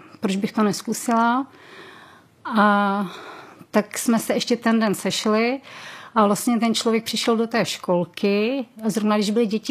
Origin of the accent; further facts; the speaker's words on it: Vysoké Mýto, Pardubice Region, Czechia; Dobrý den … jsem z Vysokého Mýta